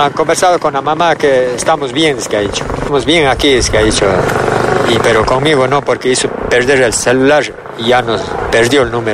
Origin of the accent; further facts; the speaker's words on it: Las Pampas parish, Cotopaxi, Ecuador; Nosotros somos de la Cotopaxi, de la Cantón Sixios, Parroquia Las Pampas.